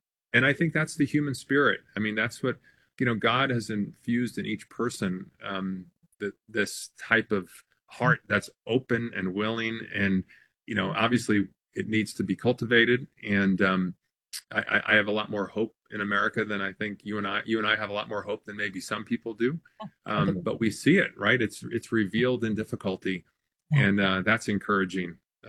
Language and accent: English; New York City, New York, United States; being a native New Yorker, obviously I'm going to be partial to my home state.